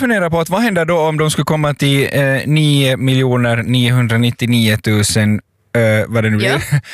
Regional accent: Helsinki, Uusimaa, Finland; Ja, jag är uppvuxen i Helsingfors, nästan vid Ringtrean, lite utanför.

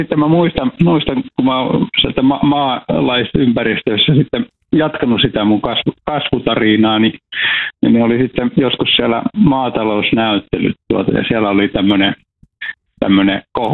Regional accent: Iisalmi, Northern Savonia, Finland; mä oon syntynyt siellä Iisamme Peltosalmella ja mä oon ihan vauvana asunut samassa talossa.

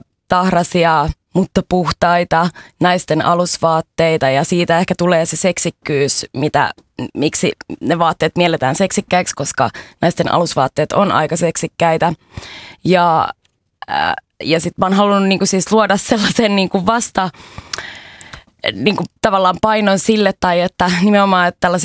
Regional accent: Helsinki, Uusimaa, Finland; mistä mä oon kotoisin, mä oon Sinipohjois-Helsingistä

